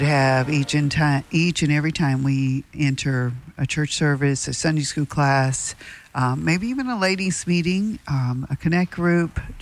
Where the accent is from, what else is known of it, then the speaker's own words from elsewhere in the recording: United States; as an American and as a Christian